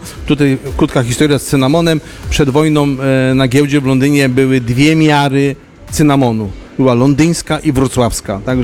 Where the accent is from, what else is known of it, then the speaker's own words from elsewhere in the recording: Lower Silesian Voivodeship, Poland; born there; ja jestem Polakiem, urodziłem się na Dolnym Śląsku, mieszkam na Dolnym Śląsku